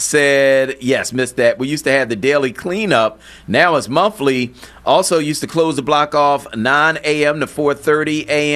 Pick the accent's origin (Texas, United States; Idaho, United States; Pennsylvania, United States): Pennsylvania, United States; Philadelphia; born there; in North Philly, 2500 mm-hmm. block of Oxford Street.